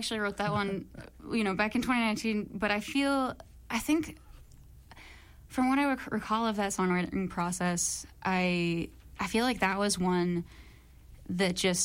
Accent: New York, United States; growing up in New York

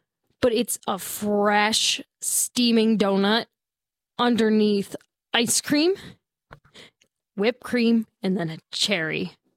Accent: Ohio, United States; moved away; in my hometown, because Ohio isn't known for having orchards.

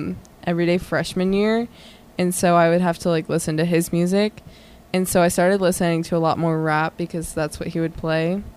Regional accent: Texas, United States; moved away; I'm from Texas.

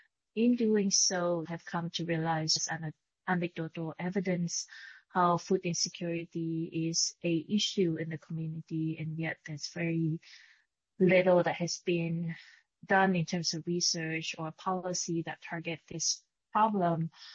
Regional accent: Vietnam; moved away; I was raised in Vietnam. I speak Vietnamese fluently, and I embrace my culture very deeply.

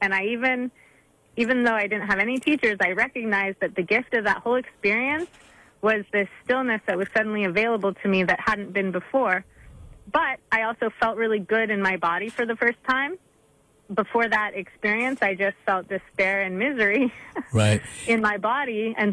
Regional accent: Seattle, Washington, United States; also born or lived in Mexico; I am from Seattle.

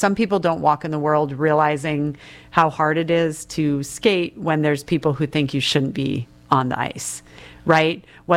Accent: Canada; now in Eugene, United States; I'm from Canada, and the rink never closes.

